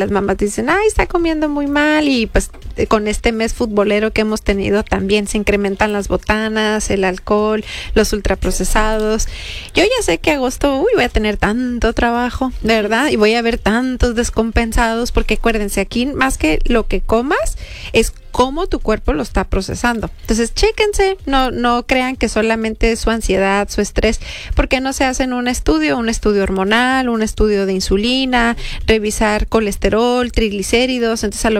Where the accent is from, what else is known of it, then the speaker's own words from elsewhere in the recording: Mexico; Y somos mexicanos, los que no me están oyendo, hablamos español.